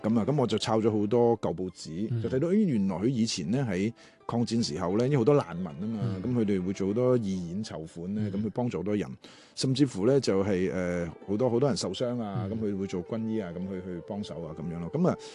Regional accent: Macau; 我本身係雖然澳門人啫，但我好少一直都冇講朱仲文呢個人嘅喺澳門。

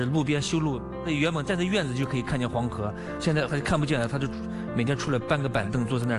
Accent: Gansu, China; moved away; 我是土生土长的甘肃人

